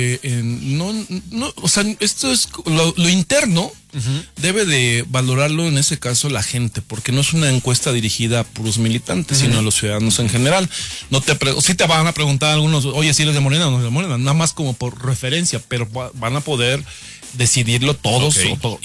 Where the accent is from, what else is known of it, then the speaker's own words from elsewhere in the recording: Jojutla, Morelos, Mexico; now in Cuernavaca, Mexico; Yo nací aquí en Cuernavaca. Desde chiquito me llevaron a Jojutla y la verdad me siento orgulloso porque tuve una crianza en un pueblo grande, como le puedo denominar, porque son 100,000 habitantes, no es tan chiquito